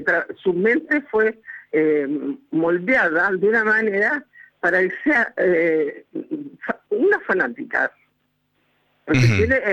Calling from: Rosario, Santa Fe, Argentina

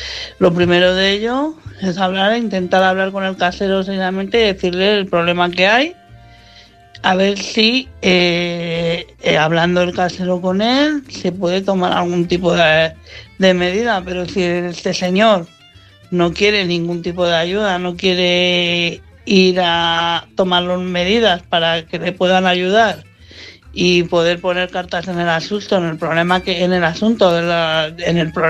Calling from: Madrid, Community of Madrid, Spain; de Madrid.

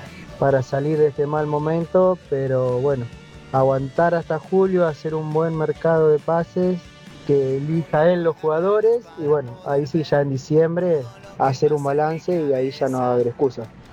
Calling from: José C. Paz, Buenos Aires Province, Argentina

